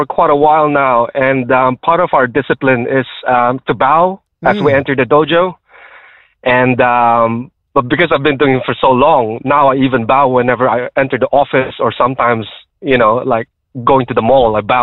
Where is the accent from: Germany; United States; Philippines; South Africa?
Philippines; I'm a Filipino.